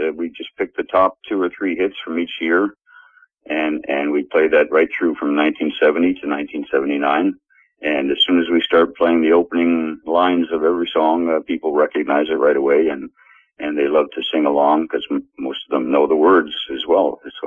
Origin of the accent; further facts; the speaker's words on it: Canada; Well, we're Canadians, except for one member is from Rochester.